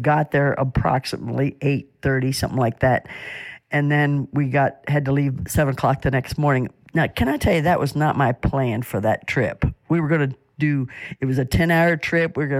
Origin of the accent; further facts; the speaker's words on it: West Virginia, United States; I'm from West Virginia, and we use the terminology, they go roundabout the outhouse.